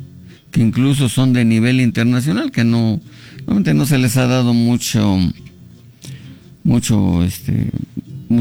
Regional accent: Zimapán, Hidalgo, Mexico; ya me voy para mi pueblo, voy a conocerlo, en realidad voy a conocerlo, porque no lo conocía, más conocía el centro de Zimapán y el Salitre, y Remedios, y es todo lo que sabía de Zimapán.

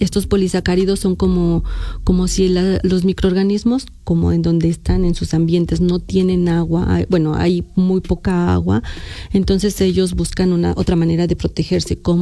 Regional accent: Hidalgo, Mexico; also born or lived in Guadalajara, Jalisco; orgullosamente soy hidalguense y me formé aquí como ingeniera en alimentos

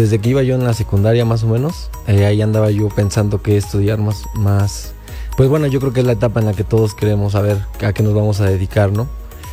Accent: Tulancingo, Hidalgo, Mexico; pues la universidad me queda cerca, yo soy originario de Tulancingo

